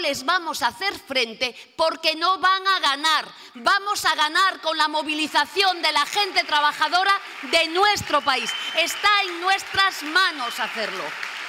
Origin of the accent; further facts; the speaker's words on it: Galicia, Spain; en mi país, en Galicia